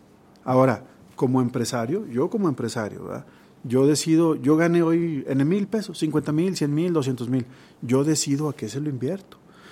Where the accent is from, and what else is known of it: Mexico